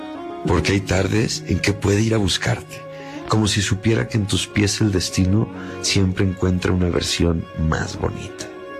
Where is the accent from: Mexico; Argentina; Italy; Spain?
Mexico; soy mexicano, bien mexicano